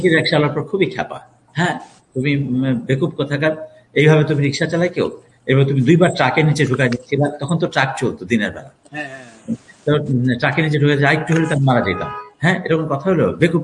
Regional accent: Narsingdi, Dhaka Division, Bangladesh; আমার দেশের বাড়ি হচ্ছে নরসিংদী।

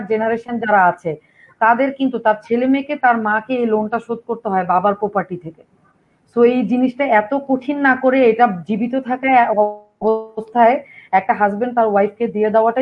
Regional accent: Bangladesh; আসলে আমরা যখন যে সময়টাতে বাংলাদেশের প্রেক্ষাপটে বড় হয়েছি, আমি বলছি আসলে 80-এর দশকের কথা

